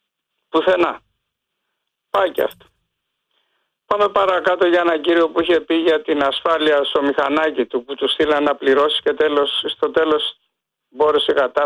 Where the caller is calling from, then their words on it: Piraeus, Attica, Greece; είμαι από Πειραιά.